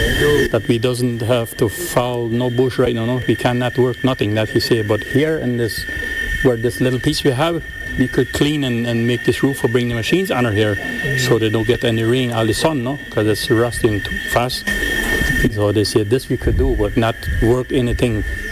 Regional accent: Belize; But we are from Belize, we are the first groups.

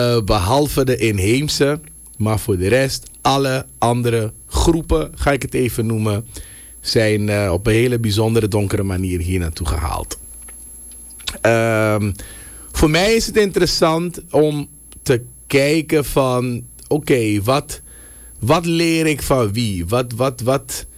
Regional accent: Suriname; daar kunnen wij als Surinamers iets van leren.

